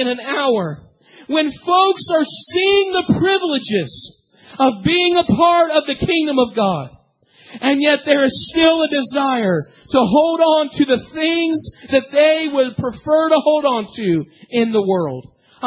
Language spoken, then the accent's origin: English; United States; As an American citizen